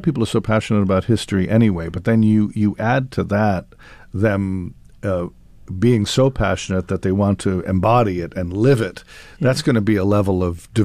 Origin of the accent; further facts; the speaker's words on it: Ridgefield, Connecticut, United States; I grew up in Ridgefield, Connecticut, and Ridgefield is very historic.